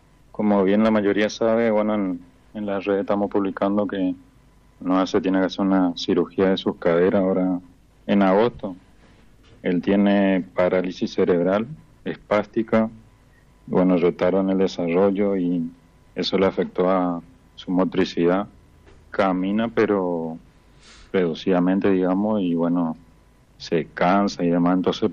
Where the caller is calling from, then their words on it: Riachuelo, Corrientes, Argentina; Soy de Riachuelo Corrientes, señor.